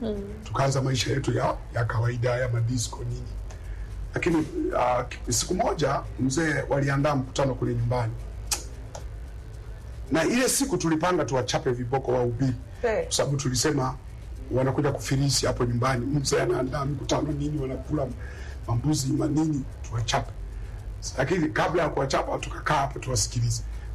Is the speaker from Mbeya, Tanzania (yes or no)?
yes; Rungwe District, Mbeya, Tanzania; Tumezaliwa huko wilaya ya Rungwe, huo mkoa wa Mbeya. Kuna kijiji kinaitwa Rupepo, kuna kamji kadogo kanaitwa Liale Milimani huko. Ndio tumezaliwa huko.